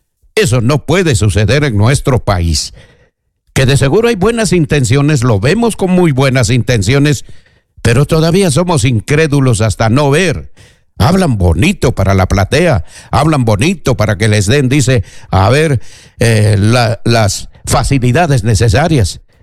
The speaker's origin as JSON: {"language": "Spanish", "country": "Peru", "said": "En el Perú, todos somos peruanos"}